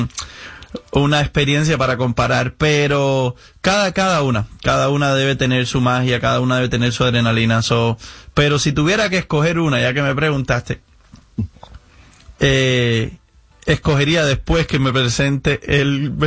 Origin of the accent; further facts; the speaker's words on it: Cuba; moved away; representando también a mi pueblo cubano que vivimos con tanta represión y luchando por nuestra libertad.